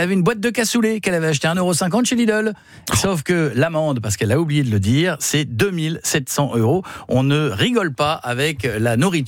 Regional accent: Hauts-de-France, France; Moi, je viens de l'Aisne.

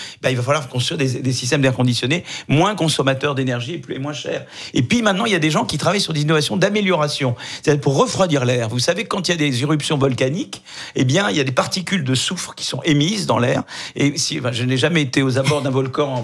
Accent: France; chez nous, en France et en Europe.

